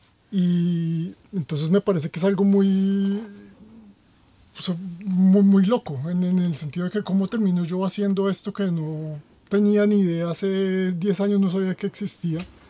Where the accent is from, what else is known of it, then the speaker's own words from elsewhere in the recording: Colombia; now in Germany; Yo soy colombiano, terminé siendo profesor de un baile brasilero en Alemania.